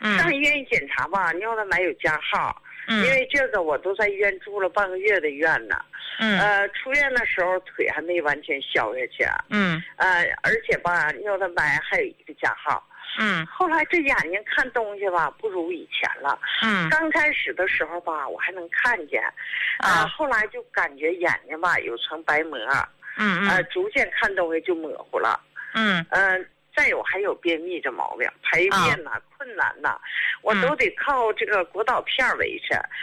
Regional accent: Dalian, Liaoning, China; 我我家是大连的。

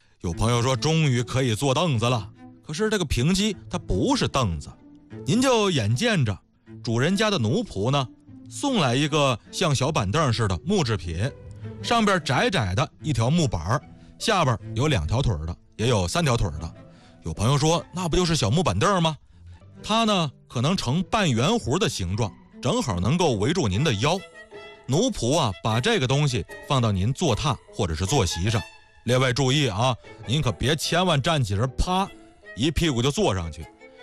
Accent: Tangshan, Hebei, China; moved away; 到我老家唐山吧，也有炕啊

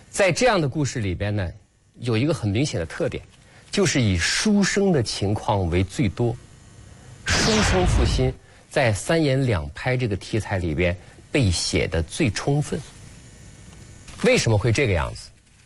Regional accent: China; 我们中国人

